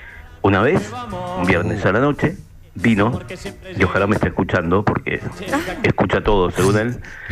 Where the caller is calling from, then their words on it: Buenos Aires, Argentina; yo soy el que una vez les contó sobre los accidentes de tránsito acá en Buenos Aires.